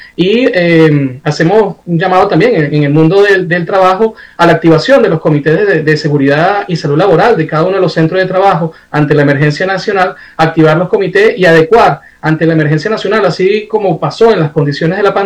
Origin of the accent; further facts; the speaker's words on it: Venezuela; como venezolanos y venezolanas